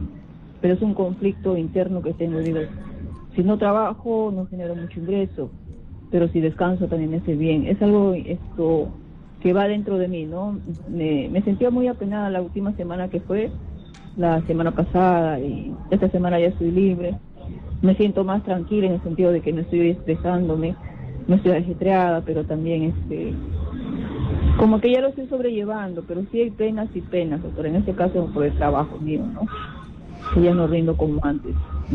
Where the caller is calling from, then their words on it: Lima, Peru; De Villa Salvador.